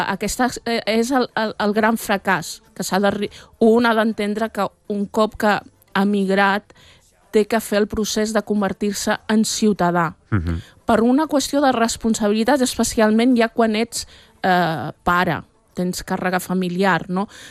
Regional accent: Catalonia, Spain; jo no tinc nostàlgia, perquè jo sóc catalana espanyola, no tinc nostàlgia del Marroc

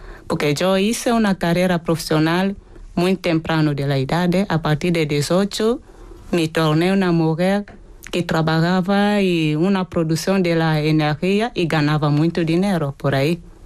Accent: Cabinda, Angola; moved away as an adult; now in Madrid, Spain; Yo vengo de Angola. Uh-huh. Mi ciudad se llama Cabinda.

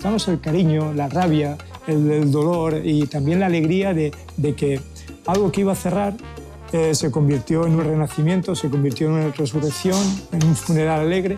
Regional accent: Gandía, Valencian Community, Spain; moved away as an adult; now in Madrid, Spain; yo llevo 33 años aquí, en Madrid, yo soy de Gandía, de Valencia, pero me siento madrileño.

